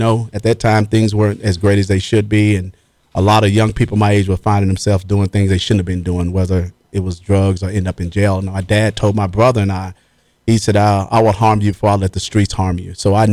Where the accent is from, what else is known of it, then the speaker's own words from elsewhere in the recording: Kentucky, United States; moved away as an adult; And I'm from Kentucky originally. I left home at 19. I'm 55 now.